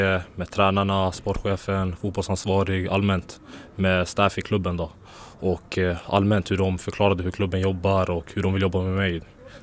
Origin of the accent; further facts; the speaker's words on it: Östersund, Jämtland County, Sweden; also born or lived in Italy; now in Västerås, Sweden; Jag är från Östersund